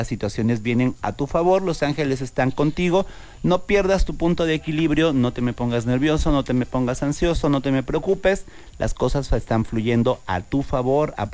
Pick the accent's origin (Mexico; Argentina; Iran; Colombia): Mexico